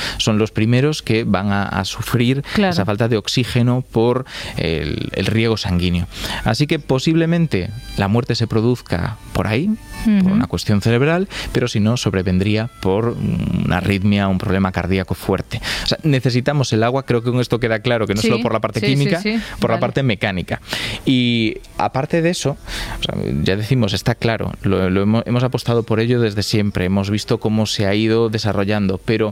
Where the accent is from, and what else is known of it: Galicia, Spain